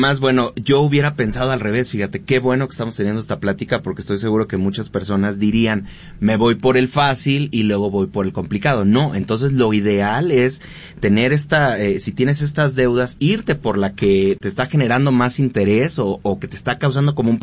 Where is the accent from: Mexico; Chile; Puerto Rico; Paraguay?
Mexico; soy mexicano